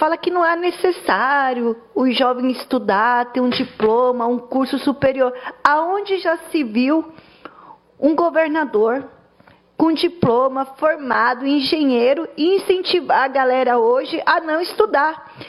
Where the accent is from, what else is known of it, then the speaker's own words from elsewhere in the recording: Diadema, São Paulo, Brazil; sou lá de Diadema.